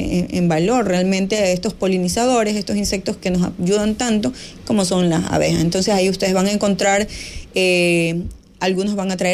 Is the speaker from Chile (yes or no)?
no; Manta, Manabí, Ecuador; now in Portoviejo, Ecuador; Yo soy de Manta